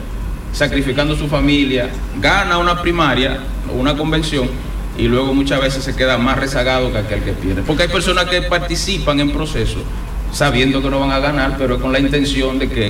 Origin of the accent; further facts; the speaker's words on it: Los Alcarrizos, Santo Domingo, Dominican Republic; now in Spain; aunque vivo en España, pero yo soy de los Alcarrizos.